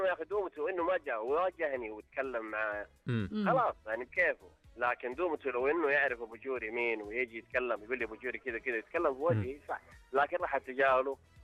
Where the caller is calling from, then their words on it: Jazan, Jazan Province, Saudi Arabia; من جيزان.